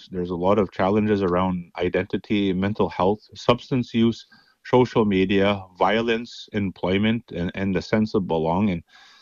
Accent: Flying Dust First Nation, Saskatchewan, Canada; I'm originally from Flying Dust First Nation.

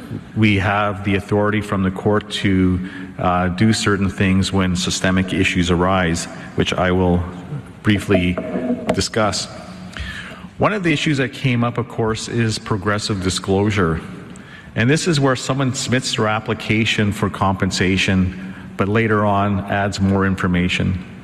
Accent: Garden Hill First Nation, Manitoba, Canada; I am a citizen of Garden Hill First Nation.

